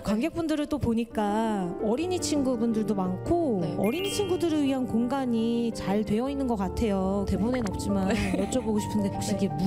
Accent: Seosan, South Chungcheong, South Korea; 제 고향이 충남 서산인데 홍성에 이렇게 여러분들을 만나러 왔습니다.

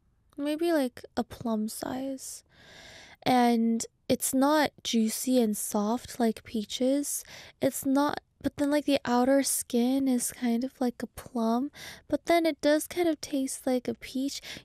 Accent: Canada; now in South Korea; I remember having a lot of it when I grew up in Canada. After I came to Korea, it's hard to eat it because we don't eat it here.

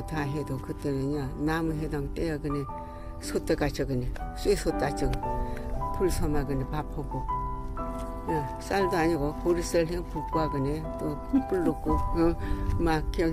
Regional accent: Haengwon, Jeju, South Korea; born there; also born or lived in Japan; 여기서 태어나진 아니고요. 저 우리 옛날엔 행원서 태어나고 일본 갔다고 안에 여기 안에 12살부터 여기 안 그냥 쭉 살았어요.

